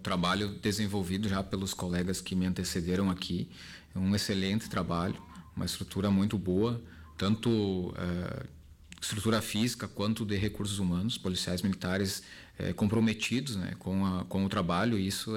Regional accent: Arvorezinha, Rio Grande do Sul, Brazil; moved away as an adult; also born or lived in Passo Fundo / Vacaria; now in Soledade, Brazil; Eu sou natural aqui do município vizinho, né, de Soledade, sou natural de Arvorezinho, nasci, me criei ali, e em 2008, aí, quando incluí nas fileiras da Brigada Militar, que mudei para Passo Fundo

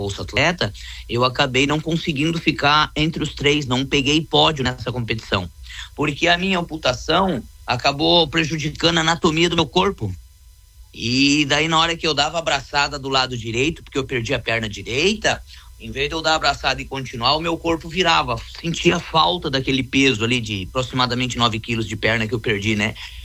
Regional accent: Balneário Camboriú, Santa Catarina, Brazil; Eu sou natural da cidade de Balneário Camboriú. Nascido e criado aqui, de família tradicional

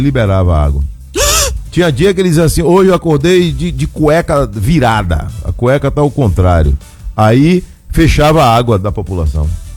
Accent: Salvador, Bahia, Brazil; Minha infância foi lá, rapaz, no Parque São Bartolomeu.

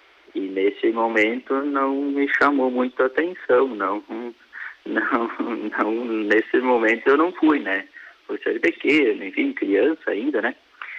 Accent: Marau, Rio Grande do Sul, Brazil; ali na comunidade Santo Agostinho, onde eu nasci aqui em Marau

